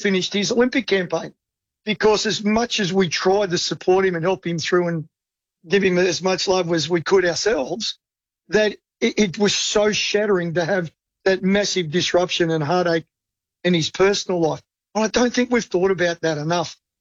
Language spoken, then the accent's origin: English; Australia; That absolutely terrifies me as an Australian.